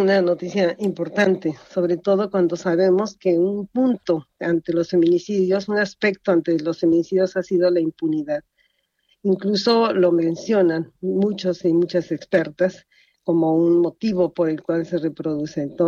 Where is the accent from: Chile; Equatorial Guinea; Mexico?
Mexico; sumarme como mexicana, como profesora, como académica, como mujer y como feminista